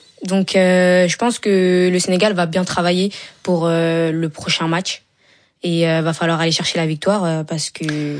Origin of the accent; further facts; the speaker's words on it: France; Moi, la France, dans tous les cas, je suis française, donc je suis contente